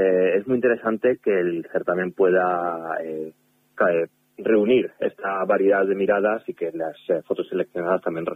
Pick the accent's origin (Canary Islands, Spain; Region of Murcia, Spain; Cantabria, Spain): Cantabria, Spain; Santander; now in Madrid, Spain; yo soy cántabro, a pesar de que vivo en Madrid y organizo el certamen a nivel nacional. Bueno, yo soy cántabro, soy de Santander